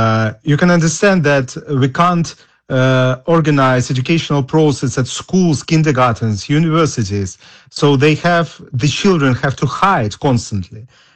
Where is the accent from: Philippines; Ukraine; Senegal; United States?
Ukraine; Mariupol, Donetsk Oblast; moved away; Originally, I'm from Mariupol.